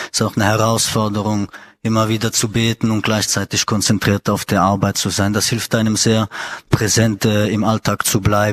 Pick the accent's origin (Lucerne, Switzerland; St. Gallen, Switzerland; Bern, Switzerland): St. Gallen, Switzerland; moved away; ich bin 27 Jahre, ich komme aus der Schweiz, aus dem Kanton St. Gallen, um genau zu sein.